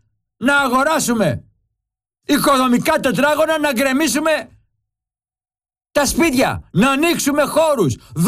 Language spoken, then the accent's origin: Greek; Greece; σαν Έλληνας πολίτης φορολογούμενος